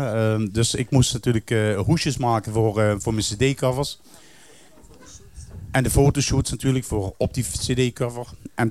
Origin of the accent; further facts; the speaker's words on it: Kerkrade, Limburg, Netherlands; now in Heerlen, Netherlands; wij komen beide van Kerkrade, in Zuid-Limburg natuurlijk.